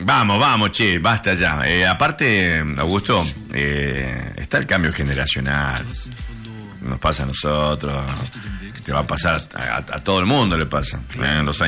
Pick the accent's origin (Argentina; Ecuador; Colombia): Argentina; como argentino, como futbolero